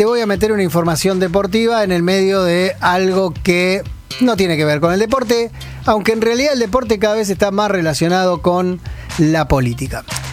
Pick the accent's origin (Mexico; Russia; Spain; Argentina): Argentina